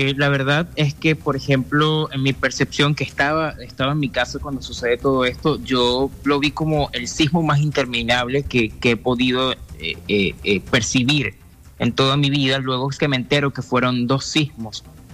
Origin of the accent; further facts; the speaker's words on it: Venezuela; mis connacionales venezolanos